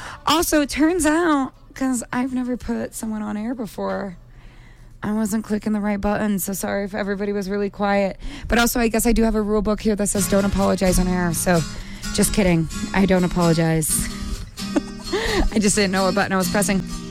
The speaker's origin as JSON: {"language": "English", "country": "Brazil", "tie": "born or raised there", "said": "This is a song based off of that last Portuguese song that played. I grew up in Brazil."}